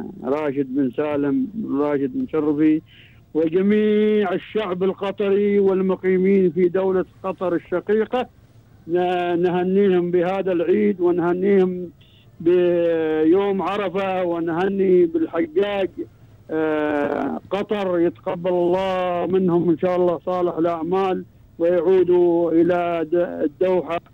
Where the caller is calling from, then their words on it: Sur, South Al Sharqiyah, Oman; أكلمكم من طال عمرك من سلطنة عمان محافظة جنوب الشرقية ولاية الصور الذي هذه على البحر